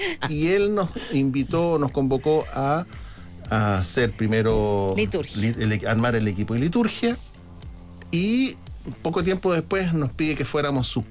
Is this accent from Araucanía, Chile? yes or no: yes; Temuco, Araucanía, Chile; now in Santiago, Chile; cuando nos vinimos de Temuco a Santiago, a vivir a Santiago, y nos despedimos de nuestro párroco allá